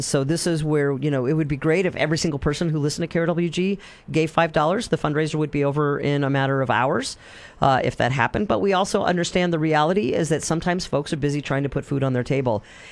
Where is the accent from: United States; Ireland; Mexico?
United States; Wisconsin; moved away; I'm originally from Wisconsin, and you can hear it whenever I talk about Wisconsin or Minnesota or yeah, you betcha.